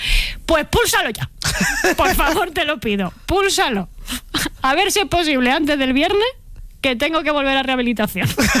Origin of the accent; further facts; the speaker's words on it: Cuenca, Castilla-La Mancha, Spain; Y la otra, que soy de Cuenca, cojones.